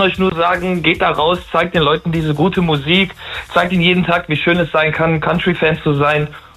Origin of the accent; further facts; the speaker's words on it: Rhineland-Palatinate, Germany; ich bin 28, ich komme aus der Nähe von Koblenz.